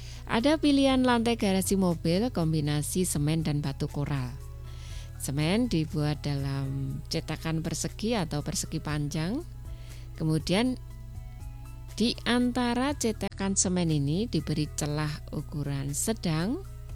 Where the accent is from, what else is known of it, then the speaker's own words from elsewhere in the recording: Java, Indonesia; saya orang Jawa.